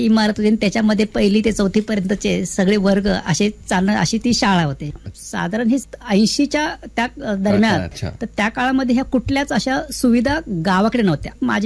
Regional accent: Rajewadi, Maharashtra, India; born there; माझा जन्म हा भीमाशंकर जे एक तीर्थक्षेत्र आहे 12 ज्योतिर्लिंगापैकी एक असलेलं हिमालयाच्या सह्याद्रीच्या रांगेमध्ये असलेलं भीमाशंकर, ते भीमाशंकर पासून 20 किलोमीटर अलीकडे असणार एक राजेवाडी असं छोटस गाव आहे

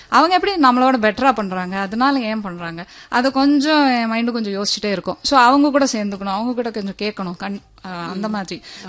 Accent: Coimbatore, Tamil Nadu, India; moved away as an adult; also born or lived in Bangalore; நான் பிறந்து வளர்ந்ததெல்லாம் கோயம்புத்தூர்.

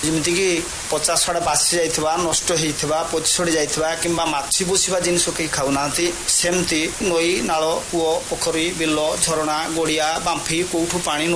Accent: Digaresia, Odisha, India; ଆମ ଗାଁ ହଉଛି ଦିଗରେସିଆ, ଗ୍ରାମ ପଞ୍ଚାୟତ ଗୌଡ଼ମା ଏବଂ ବ୍ଲକ ହଉଛି କୁଳିଅଣା।

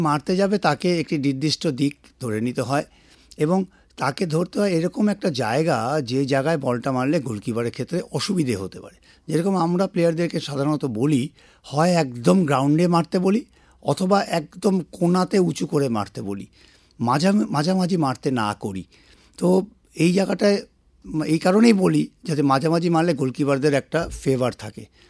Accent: India; আমরা ভারতীয় হিসাবে

